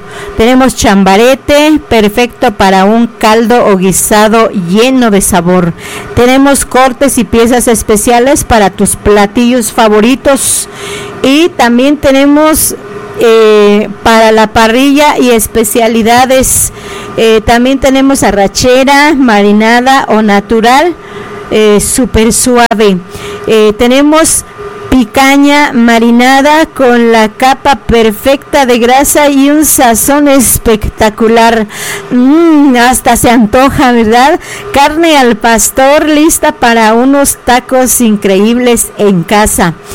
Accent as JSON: {"language": "Spanish", "region": "Michoacán", "country": "Mexico", "tie": "born or raised there", "first_language": "Spanish", "said": "Y mi lengua materna efectivamente fue el castellano, pero viviendo en una comunidad, estando en una comunidad nativa de una comunidad purépecha, obviamente había gente que hablaba purépecha y, pues, nos crecimos así hablando los dos idiomas, el purépecha y el castellano"}